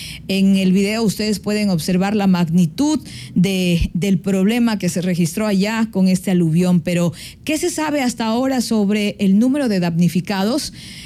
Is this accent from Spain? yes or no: no; Ecuador; como hermanos ecuatorianos también podemos hacer llegar nuestro granito de arena